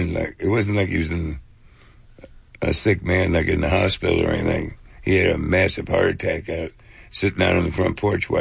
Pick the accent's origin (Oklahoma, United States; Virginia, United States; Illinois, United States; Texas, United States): Illinois, United States; Maywood; I was 10 miles directly from the lakefront. That's how close Maywood was to the edge of Chicago. We grew up on Madison Avenue, which is the dividing line between North Chicago and North Side and the South Side.